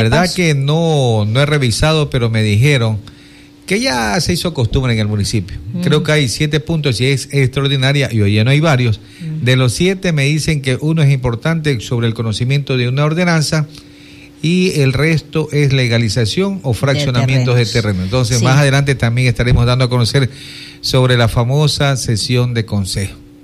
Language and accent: Spanish; Ecuador; ya soy de otra, de Ecuador.